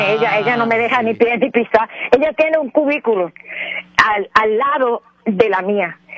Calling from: Moca, Puerto Rico

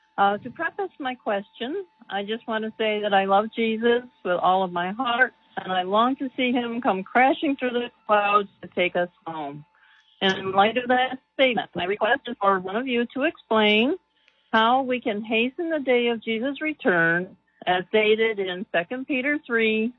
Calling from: Hong Kong; Hello from Hong Kong.

